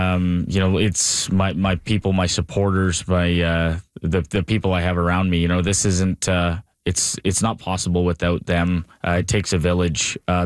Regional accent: Caledonia, Ontario, Canada; I'm 29 years old. I'm from Caledonia, Ontario.

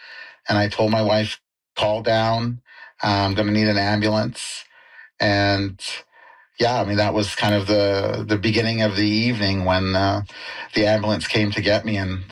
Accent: Maple Ridge, British Columbia, Canada; she asked me where I was from, and I was like, I'm from Maple Ridge and stuff like that.

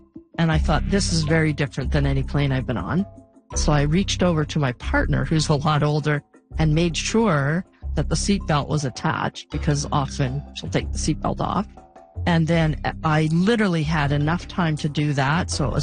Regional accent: Toronto, Ontario, Canada; also born or lived in Montreal; And I'm a Canadian, born in Montreal. Most of my life was in Toronto.

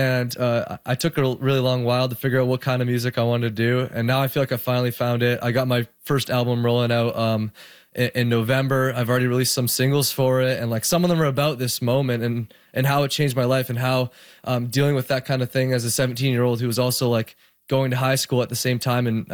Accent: Toronto, Ontario, Canada; area where I'm from Toronto.

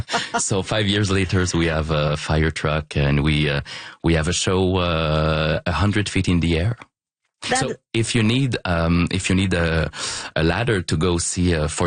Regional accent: Quebec City, Quebec, Canada; English is a second language; So I'm from Quebec, Limoilou, and I started doing improv

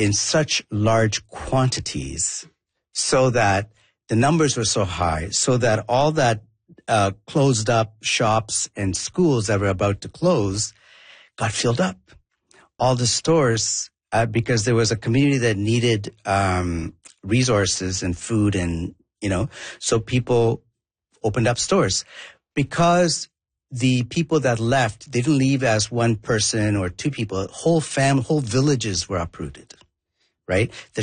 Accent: southern India, India; first language Tamil; English is a second language; now in Toronto, Canada; So I was born and raised in India, in southern India. I'm also Tamil heritage, so my mother tongue is Tamil.

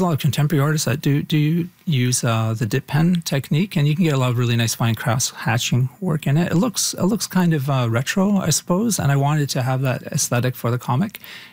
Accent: Toronto, Ontario, Canada; as a kid growing up in Toronto.

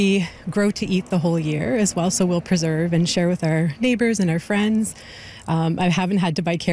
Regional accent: Yellowknife, Northwest Territories, Canada; I'm from Yellowknife, Denaday.

